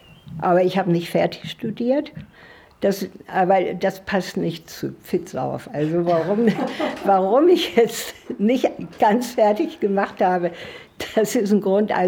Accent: Northern Germany, Germany; now in Swabia, Germany; ich musste ja als Norddeutsche überhaupt erst mal mit der schwäbischen Küche überhaupt mich anfreunden.

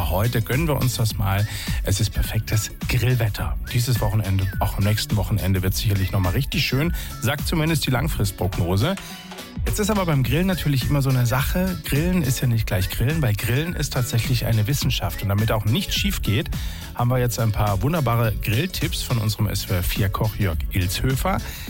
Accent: Freiburg, Baden-Württemberg, Germany; als Freiburger kann ich sagen, so eine Münsterwurst, die gehört für mich auch immer mit dazu.

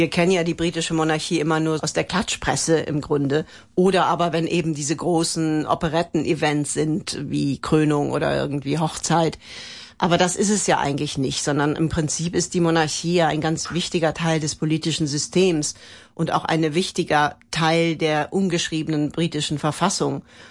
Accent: Germany; was ich als Deutsche ja eigentlich dann schon gerne hätte

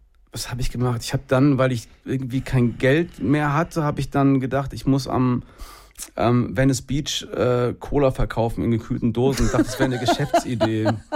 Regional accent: Hesse, Germany; born there; moved away as an adult; also born or lived in Los Angeles

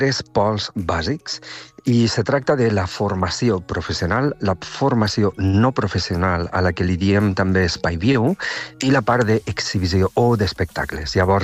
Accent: Tortosa, Catalonia, Spain; moved away as an adult; also born or lived in Barcelona / Belgium; now in Tortosa, Spain; Bueno, Tortosa, com deia abans, és la meva ciutat natal.

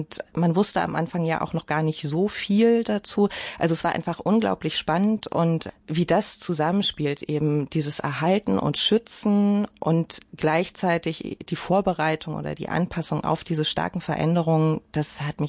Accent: Berlin, Germany; born or raised there

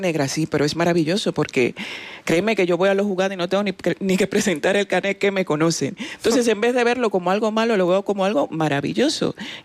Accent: Dominican Republic; now in Spain; yo realmente soy española adoptada. Soy dominicana de origen y española adoptada. A mí España me ha dado una nueva vida.

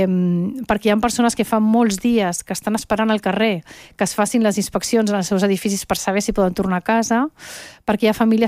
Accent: Venezuela; jo també sóc de Venezuela, que tinc una connexió emocional, que forma part de la meva vida aquella terra

